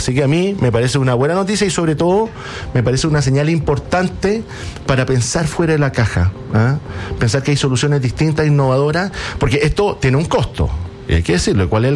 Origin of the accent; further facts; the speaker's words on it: Paillaco, Los Ríos, Chile; Yo soy de Payaco, recuerda usted.